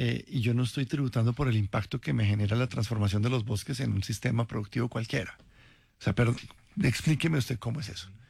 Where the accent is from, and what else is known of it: Colombia